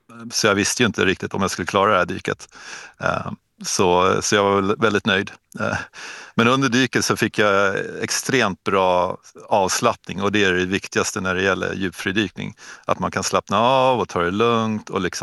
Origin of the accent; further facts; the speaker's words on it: Stockholm, Stockholm County, Sweden; och jag är svensk fridykare kan man säga, från Stockholm.